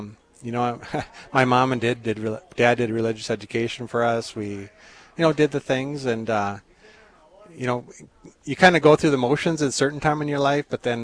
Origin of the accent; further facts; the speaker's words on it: Hebron, North Dakota, United States; moved away as an adult; also born or lived in Phoenix, Arizona; I grew up in Hebron, North Dakota on a ranch.